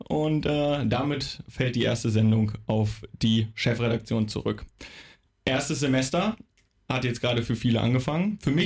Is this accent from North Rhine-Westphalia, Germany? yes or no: yes; Krefeld, North Rhine-Westphalia, Germany; moved away as an adult; now in Wilhelmshaven, Germany; Ich komme ursprünglich aus Krefeld, das darf sich ja netterweise Großstadt nennen.